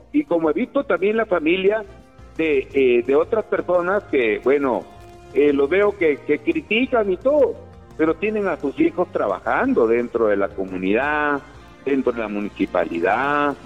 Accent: Olmos, Lambayeque, Peru; moved away; Cuando yo salí de Olmos, dije, voy a prepararme, porque yo algún día tengo que volver a mi pueblo

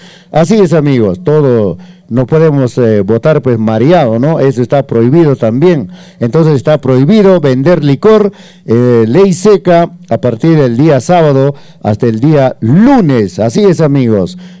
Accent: Peru; nosotros como peruanos tenemos que respetar el voto de la mayoría.

